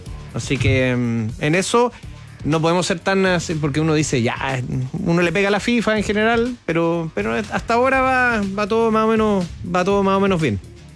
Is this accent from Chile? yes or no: yes; Chile